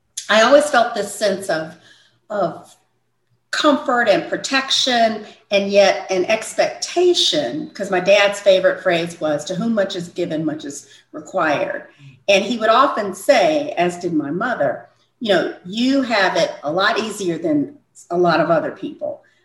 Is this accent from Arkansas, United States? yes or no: no; St. Louis, Missouri, United States; also born or lived in Kansas City; I am the daughter of … born and raised in St. Louis, Missouri. Raised, educated, and started my professional life there. I'm also a wife and a mother.